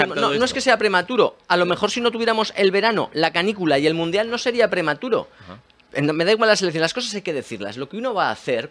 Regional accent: Aragon, Spain; Yo sí que puedo decir lo que tengo 16 apellidos aragoneses, no 8 apellidos vascos. Y cuando veo que mi tierra, pues hombre, me gustaría que nacieran muchos aragonesitos

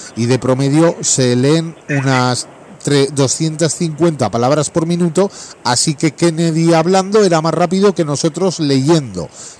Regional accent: Buñuel, Navarre, Spain; el Buñuel, mi pueblo.

